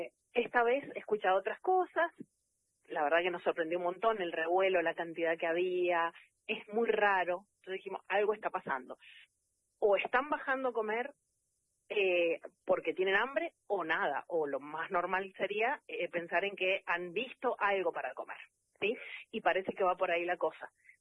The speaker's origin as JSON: {"language": "Spanish", "region": "San Juan", "country": "Argentina", "said": "Yo soy de San Juan capital, pero mi mamá es hachallera"}